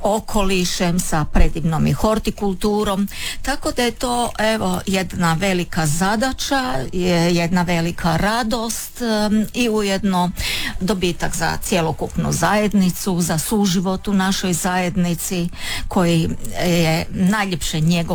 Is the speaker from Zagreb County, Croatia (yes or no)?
no; Rijeka, Primorje-Gorski Kotar County, Croatia; kada sam rođena u Rijeci i odrastala